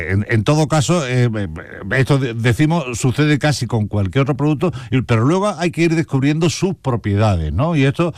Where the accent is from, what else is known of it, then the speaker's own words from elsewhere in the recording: Andalusia, Spain; En mi pueblo, en Huelva, hay dos vigas de molino que son verdaderamente impresionantes